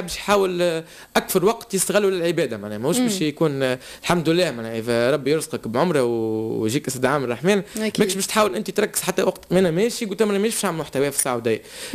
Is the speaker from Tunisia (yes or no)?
yes; Tunisia; احنا التوانسه معناها انا والجروب نتاعي